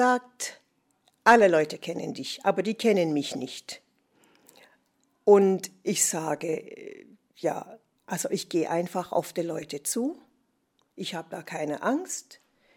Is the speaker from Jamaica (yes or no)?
yes; Jamaica; German is a second language; moved away; aber ich habe immer Englisch gesprochen, aber wir haben auch unser Dialekt in Jamaika. Und ich habe versucht, meine Sprache und mein Essen und einfach Erzählungen, wie ich gewohnt habe als Kind und so.